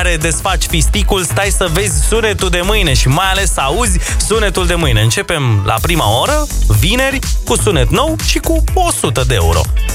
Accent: Cluj-Napoca, Cluj County, Romania; eu în copilăria mea de la Cluj

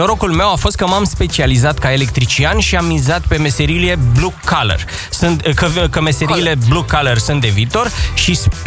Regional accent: Arad, Arad County, Romania; also born or lived in Italy; din Arad, după 20 de ani în Italia, unde am lucrat în confecții metalice Sudor

